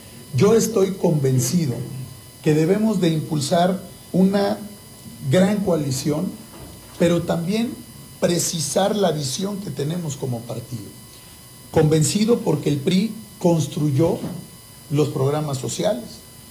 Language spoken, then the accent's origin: Spanish; Mexico; Antes de ser priistas, panistas o de cualquier partido, somos mexicanos o hay potosinos aquí.